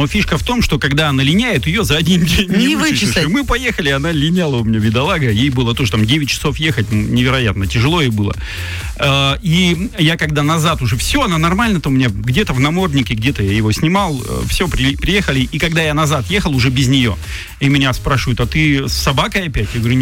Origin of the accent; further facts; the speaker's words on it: Bolchary, Khanty-Mansi Autonomous Okrug, Russia; born there; я все детство в Заре провел, вообще ездил из Болчар в Реполово, и ночевали постоянно в Алтае.